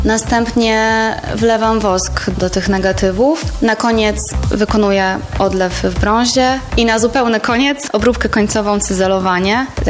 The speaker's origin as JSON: {"language": "Polish", "town": "Szczecinek", "region": "West Pomeranian Voivodeship", "country": "Poland", "tie": "born there", "moved": "yes", "lives_now": "Warsaw, Poland"}